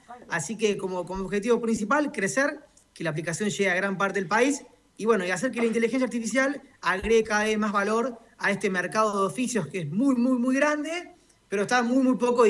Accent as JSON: {"language": "Spanish", "region": "Córdoba", "country": "Argentina", "said": "obviamente en Córdoba, porque somos cordobeses"}